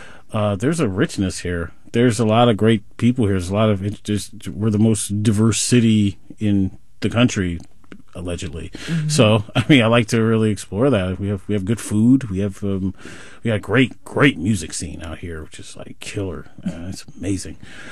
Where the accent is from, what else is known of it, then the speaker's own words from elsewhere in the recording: Sacramento, California, United States; I mean, like I grew up in the Freeport neighborhood across from the Executive Airport. And then at one point I moved over to Fruit Ridge and Stockton area.